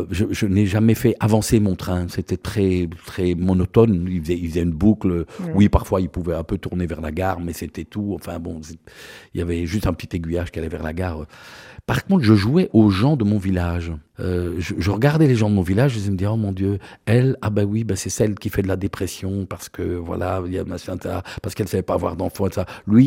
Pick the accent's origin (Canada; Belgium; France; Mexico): Belgium; Marloie, Wallonia; à Marloix, précisément, ma terre natale